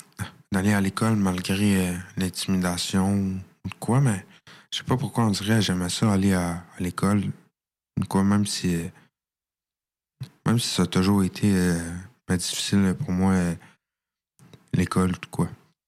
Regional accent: Quebec, Canada; Moi, je viens de la Rive-Sud de Montréal aussi.

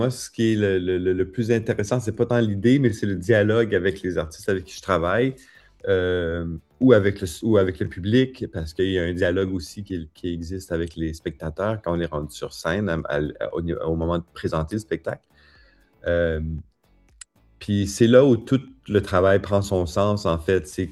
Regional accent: Saskatchewan, Canada; Puis moi, j'ai grandi dans Saskatchewan, dans une province où il n'y avait pas vraiment un milieu

